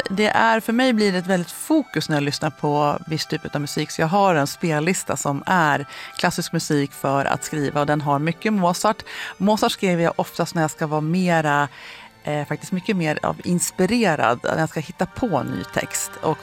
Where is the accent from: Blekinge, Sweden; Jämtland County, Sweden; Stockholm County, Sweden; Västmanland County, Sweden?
Jämtland County, Sweden; Frösön; Jag är ju från Frösön